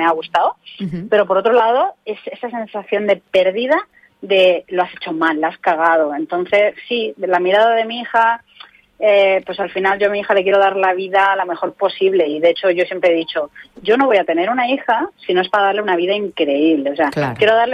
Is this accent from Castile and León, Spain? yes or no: no; Elche, Valencian Community, Spain; yo estaba de alquiler aquí en Elche, de donde soy